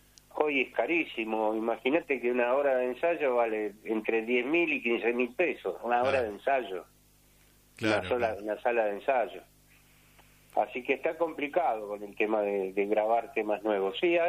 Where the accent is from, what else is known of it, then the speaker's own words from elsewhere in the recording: Buenos Aires, Argentina; en el barrio donde yo me crié, en Floresta